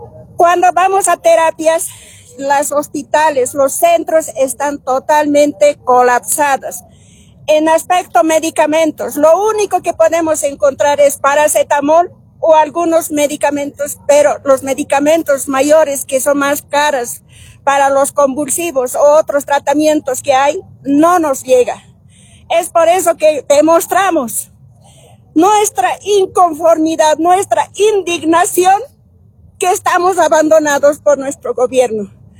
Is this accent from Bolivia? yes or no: yes; Bolivia; Nosotras, las personas con discapacidad, también somos bolivianos, también somos ciudadanos